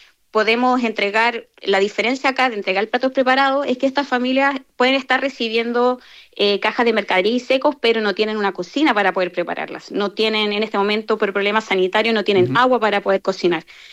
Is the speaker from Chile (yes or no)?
yes; Chile; nos encontremos como chilenos